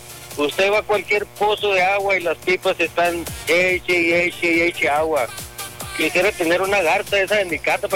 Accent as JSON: {"language": "Spanish", "town": "Nogales", "region": "Sonora", "country": "Mexico", "tie": "born or raised there", "said": "yo nací, crecí y vivo aquí en Nogales."}